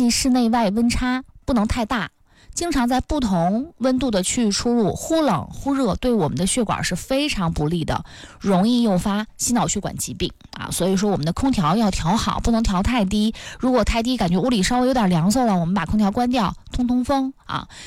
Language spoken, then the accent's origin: Chinese; Northeast China, China; 因为我们东北人话说就是激着了啊